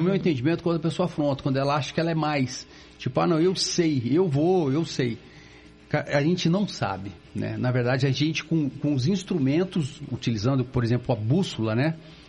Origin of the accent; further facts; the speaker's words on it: Apucarana, Paraná, Brazil; moved away as an adult; also born or lived in Pato Branco, Brazil / Amazon, Brazil; Eu nasci em Pato Branco, mas fui criado em Apucarana. Então eu me considero pé vermelho, né?